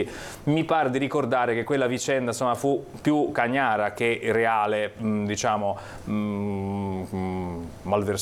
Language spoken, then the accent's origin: Italian; Genoa, Liguria, Italy; Però da genovese un po' ti